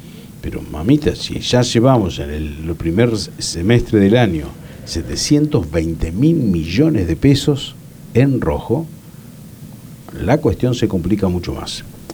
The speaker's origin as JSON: {"language": "Spanish", "country": "Argentina"}